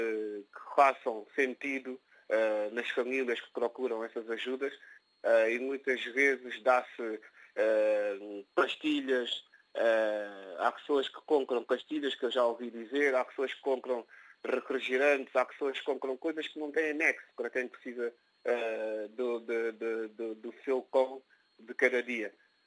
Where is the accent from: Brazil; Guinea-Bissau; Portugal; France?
Guinea-Bissau; moved away; A Guiné-Bissau, que é o meu país de origem